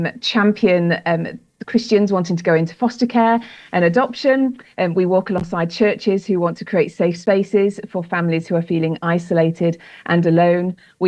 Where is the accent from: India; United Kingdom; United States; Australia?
United Kingdom; East Midlands; My parents are from the Valleys, yes, yeah. But I'm from Nottinghamshire, I'm afraid. I'm from the Midlands